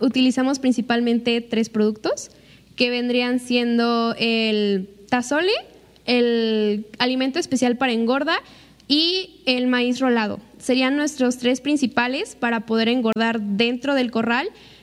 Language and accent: Spanish; Las Vigas de Ramírez, Veracruz, Mexico; siempre que me preguntan de dónde eres, siempre digo que Las Vigas orgullosamente.